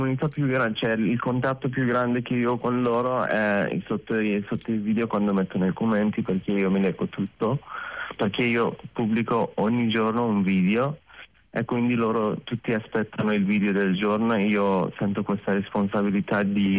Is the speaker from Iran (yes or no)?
yes; Iran; Italian is a second language; moved away as an adult; now in Turin, Italy; io vengo dall'Iran